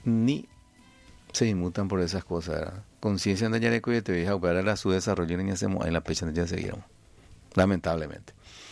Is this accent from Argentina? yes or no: no; Paraguay; Porque así somos los paraguayos, lamentablemente.